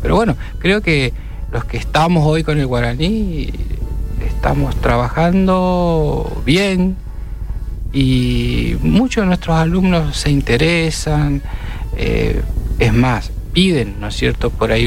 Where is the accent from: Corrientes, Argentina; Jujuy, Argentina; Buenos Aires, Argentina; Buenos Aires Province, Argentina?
Corrientes, Argentina; Yo soy nacido y criado y malcriado en Corrientes Capital, pero mis abuelos maternos con los que me crié son del paraje Arroyo Pontón.